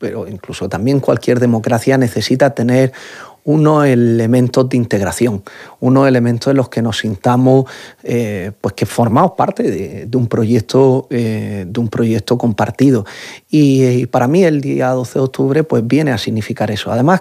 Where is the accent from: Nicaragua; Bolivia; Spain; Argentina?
Spain; no solo como españoles, sino todo lo que suponemos como comunidad hispana.